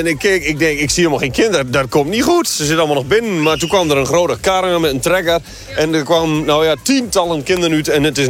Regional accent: Drenthe, Netherlands; Ik kom zelf uit Midden-Drenthe.

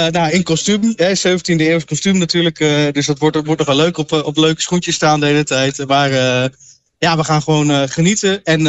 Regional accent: Drenthe, Netherlands; En dat je dan ook nog als relatief kleine vereniging in Drenthe met z'n allen die kant op mag, echt fantastisch.

